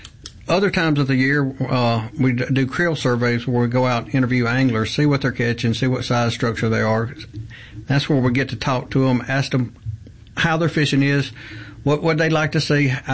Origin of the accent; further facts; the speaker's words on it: Greenville, Mississippi, United States; I was born in Greenville, Mississippi, spent my youth up on Lake Ferguson, moved to Jackson, graduated high school, went to Mississippi College for my undergraduate